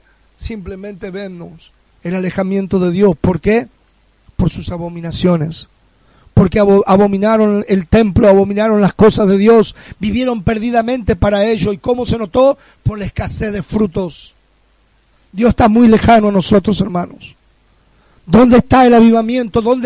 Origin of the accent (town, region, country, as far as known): Argentina